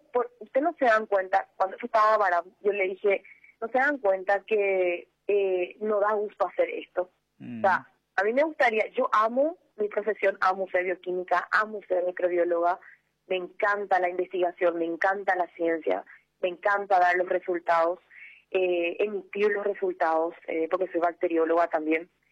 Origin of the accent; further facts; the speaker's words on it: Paraguay; como paraguaya, como mujer paraguaya.